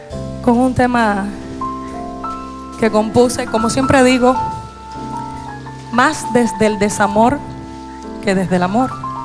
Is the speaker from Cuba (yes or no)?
yes; Cuba; como buena cubana que soy